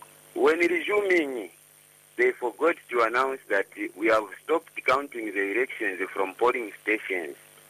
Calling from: Zambia

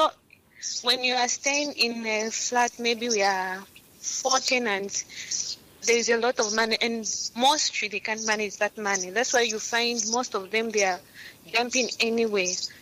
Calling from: Lusaka Province, Zambia; I'm calling from Tendele.

